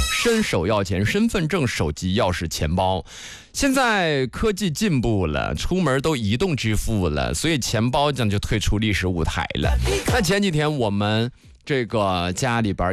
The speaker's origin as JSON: {"language": "Chinese", "town": "Nangong", "region": "Hebei", "country": "China", "tie": "born or raised there", "said": "我老家是邢台南宫的"}